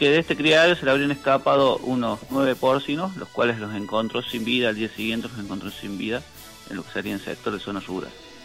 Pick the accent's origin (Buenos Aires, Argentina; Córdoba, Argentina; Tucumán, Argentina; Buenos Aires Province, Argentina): Córdoba, Argentina; Oliva; now in Hernando, Argentina; yo soy nativo de Oliva